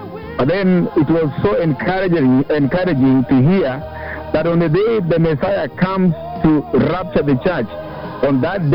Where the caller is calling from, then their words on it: Kisumu, Kisumu County, Kenya; I'm calling from Kisumu, Ranson.